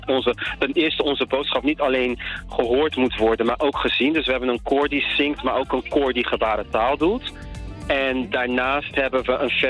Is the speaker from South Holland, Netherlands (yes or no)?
yes; Rotterdam, South Holland, Netherlands; zeer zeker kan je zien dat wij uit Rotterdam komen.